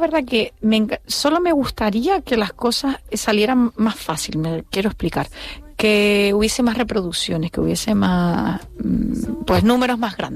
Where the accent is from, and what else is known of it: Tacoronte, Canary Islands, Spain; born there